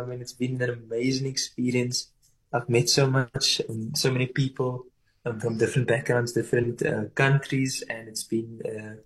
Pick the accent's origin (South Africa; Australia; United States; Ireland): South Africa; Somerset West, Western Cape; So I am from Somerset West. So it's a town that is close to Cape Town.